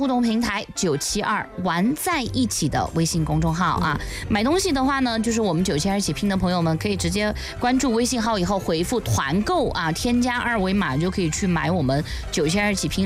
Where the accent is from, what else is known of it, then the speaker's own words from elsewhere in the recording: Guizhou, China; accent: Guizhou dialect; 我们贵州话